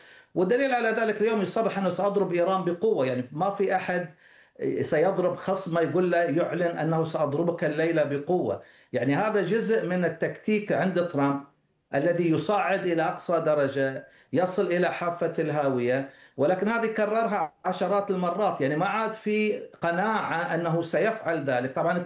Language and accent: Arabic; Kuwait; هذه القواعد خاصة عندنا في الكويت فاضية خالية